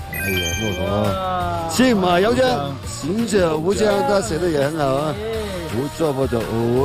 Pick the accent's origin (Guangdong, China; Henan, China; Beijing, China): Guangdong, China; 因为我是那个广东人嘛，大湾区的艺人嘛，就很小来到这里